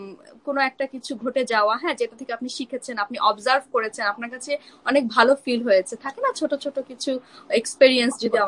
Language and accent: Bangla; Bangladesh; moved away; যেমন আমার ছোটবেলা থেকে আমি যখন বাংলাদেশে ছিলাম বড় হয়েছি উনাদেরকেই দেখেছি